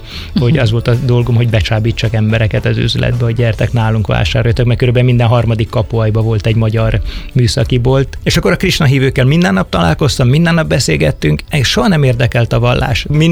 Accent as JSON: {"language": "Hungarian", "town": "Szigetvár", "region": "Baranya", "country": "Hungary", "tie": "born or raised there", "moved": "as an adult", "said": "én vidéken nőttem föl, nem faluban, Szigetváron"}